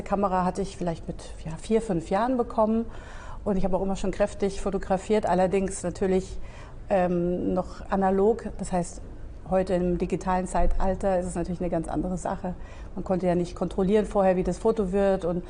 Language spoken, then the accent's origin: German; Dreieich, Hesse, Germany; moved away as an adult; now in Vatican City; Ich komme aus Frankfurt, aus einem Vorort von Frankfurt, Dreieich. Dort bin ich aufgewachsen, geboren, habe meine Schulausbildung gemacht